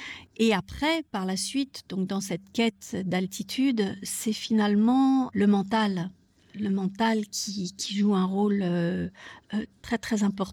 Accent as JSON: {"language": "French", "town": "Lausanne", "region": "Vaud", "country": "Switzerland", "tie": "born there", "also_born_or_lived": "Chamonix valley, France", "said": "Donc moi, je suis née à Lausanne, hein, en Suisse, et on avait un appartement dans la vallée de Chamonix quand on était enfant."}